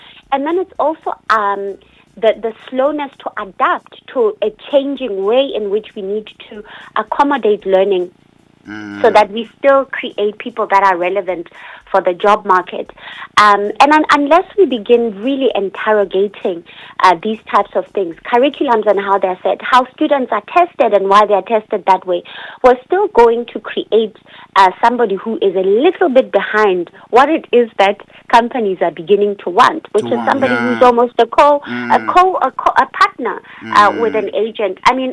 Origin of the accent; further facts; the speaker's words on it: Lesotho